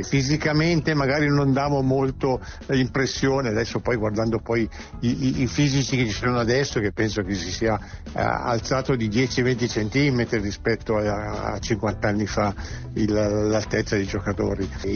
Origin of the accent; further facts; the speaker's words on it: Magenta, Lombardy, Italy; io sono di Magenta, vicino Milano